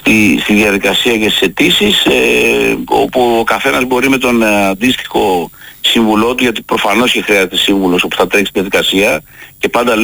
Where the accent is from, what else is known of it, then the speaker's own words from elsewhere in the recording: Greece; moved away; είμαστε από Ελλάδα